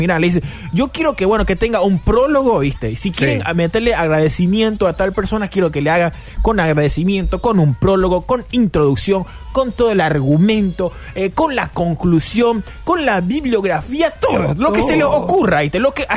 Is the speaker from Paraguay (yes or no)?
yes; Paraguay; also born or lived in Brazil; Yo soy paraguayo.